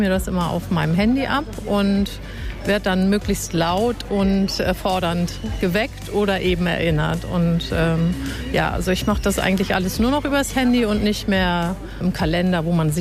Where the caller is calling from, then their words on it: Eutin, Schleswig-Holstein, Germany; Ich komme aus Eutin.